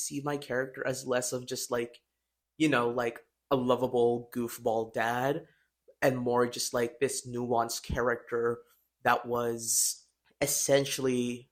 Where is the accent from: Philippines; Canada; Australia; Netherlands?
Philippines; now in United States; as a Filipino immigrant myself